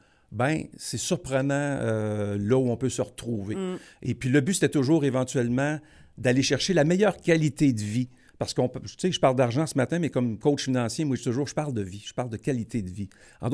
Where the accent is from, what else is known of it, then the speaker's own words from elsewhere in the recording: Quebec, Canada; il faut que je m'en retourne chez nous, au Québec.